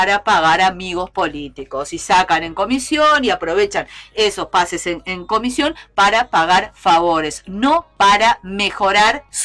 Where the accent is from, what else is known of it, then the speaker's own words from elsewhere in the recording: Uruguay; Porque hasta somos así los uruguayos.